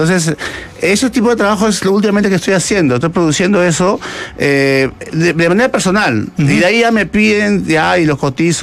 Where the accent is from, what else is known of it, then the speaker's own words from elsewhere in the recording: Vitarte, Lima, Peru; born there; yo tengo raíces ayacuchanas. Nací en Vitarte, en un lugar pues donde la lucha es las 8 horas